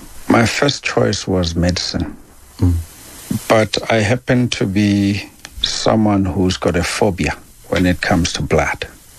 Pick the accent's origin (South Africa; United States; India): South Africa; Bultfontein, Free State; I was born in the Free State, in a place called Tabanchu at Moroka Hospital. And from there we moved to Botterville, which is a farming on the farms of Botterville in the Free State.